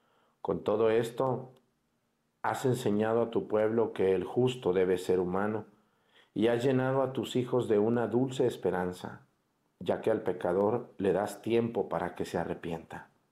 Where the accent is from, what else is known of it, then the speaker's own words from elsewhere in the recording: Mexticacán, Jalisco, Mexico; now in Guerrero, Mexico; por mi pueblo Mexticacán